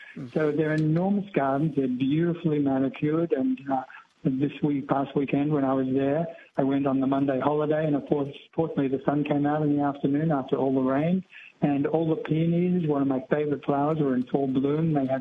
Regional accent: Australia; moved away as an adult; also born or lived in Boston, United States; now in New York City, United States; As being an Aussie, the first step for me to move to this country, I came here actually when I was 19 as an architecture student and fell in love with New York.

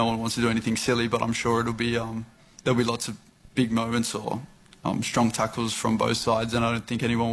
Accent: Australia; I did watch it on TV, and it was, you know, it was good to watch as an Aussie.

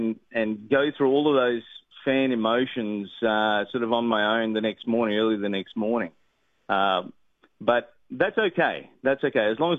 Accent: Australia; moved away; I get that little feeling of really being an Aussie and being surrounded by Australians around the place.

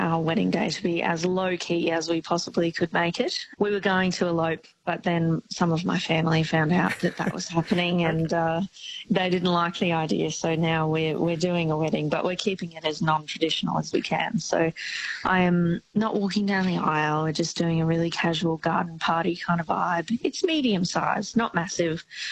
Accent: Queensland, Australia; But I'm from Southeast Queensland, so I think it was pretty special to be able to go over to WA and experience that side of the country whilst performing.

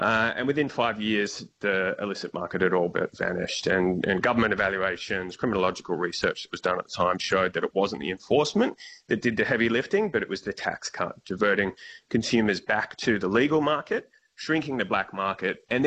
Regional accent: Victoria, Australia; my home state of Victoria

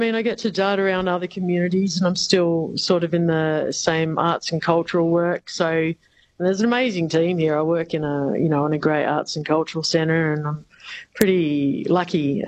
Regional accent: Launceston, Tasmania, Australia; In Tasmania, in a place called Launceston.

